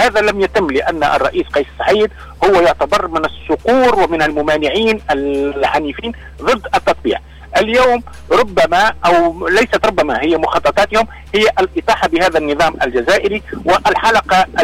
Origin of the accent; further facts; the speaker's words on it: Tunisia; أنا كتونسي